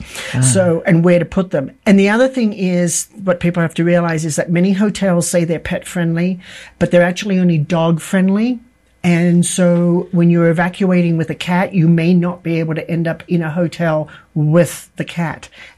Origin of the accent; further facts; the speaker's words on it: Australia; now in Santa Fe, United States; fire to me, I'm from Australia and it's the land of fire, and fire has always been a big concern.